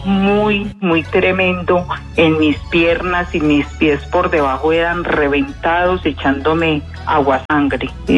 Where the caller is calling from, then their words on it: El Carmen de Viboral, Antioquia, Colombia; Yo soy del Carmen de Liborá.